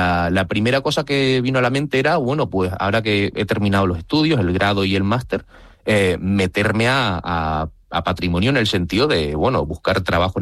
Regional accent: Fuerteventura, Canary Islands, Spain; Nací en Fuerteventura, me he criado en Fuerteventura, así que técnicamente por crianza y tal y nacimiento soy canario

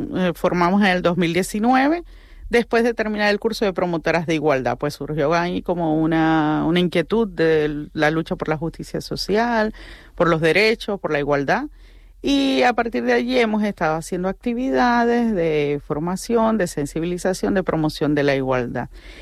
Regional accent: Venezuela; moved away as an adult; now in Canary Islands, Spain

